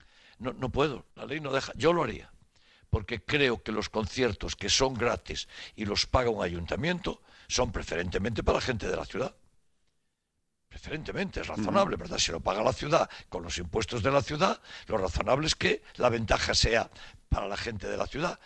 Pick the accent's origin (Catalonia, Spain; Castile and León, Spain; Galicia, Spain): Galicia, Spain; Vigo; No, novedad porque siendo vigués tenemos tantas ganas de que actúe en Castrelos